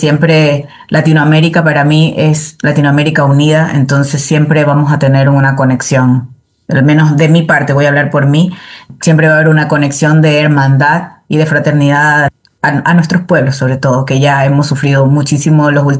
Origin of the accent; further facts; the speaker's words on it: Guayaquil, Guayas, Ecuador; yo tuve la fortuna de poder crecer frente al río. Inclusive ya más grande teníamos una casa que daba también al río ya en la ciudad, en la parte urbana, pero que se asomaba el gran río Guayas justo a esas casas